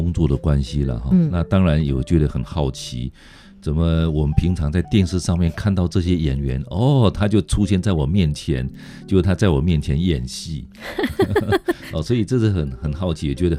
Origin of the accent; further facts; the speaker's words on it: Zhushan, Nantou County, Taiwan; 因为我是来自于南投竹山的小孩子